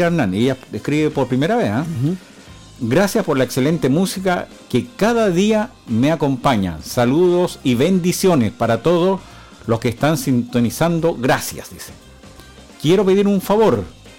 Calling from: Quillaipe, Los Lagos, Chile; Somos de Quillaype, Villa Pancul, Playa.

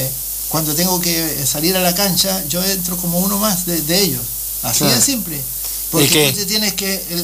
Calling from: Chile

